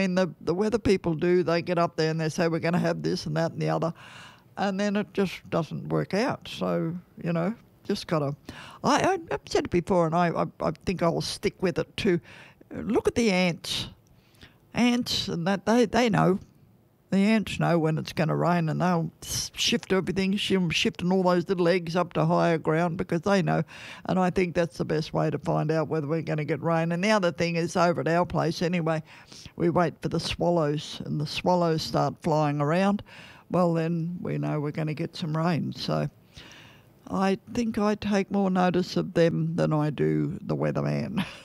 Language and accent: English; Queensland, Australia; moved away; I say I'm a Queenslander. In Queensland, we have 11 months of summer and 1 month of cool weather.